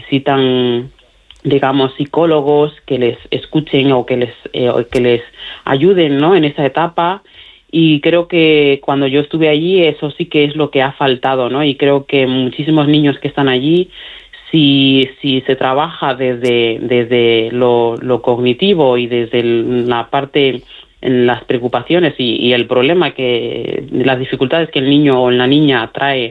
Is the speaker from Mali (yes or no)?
yes; Mali; Spanish is a second language; tengo una pareja maravillosa que también es de Mali y estamos volviendo a retomar el dialecto y bueno, volviendo a enraizarme, ¿no?